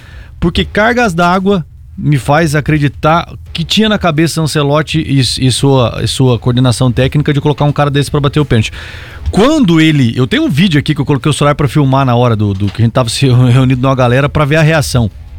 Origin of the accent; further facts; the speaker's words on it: Brazil; a gente é brasileiro, né?